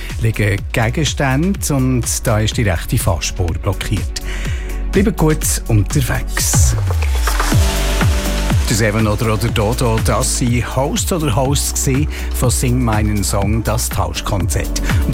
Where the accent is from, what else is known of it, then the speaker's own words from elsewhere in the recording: Switzerland; Nächstes Jahr geht die Show auch bei uns in Schweiz in die 8. Staffel